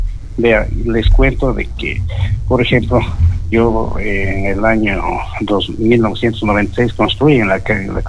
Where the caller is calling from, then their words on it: Loja, Ecuador; ustedes saben que soy de Loja. En esta oportunidad les llamo desde la provincia del Napo, el Cantón Quijos.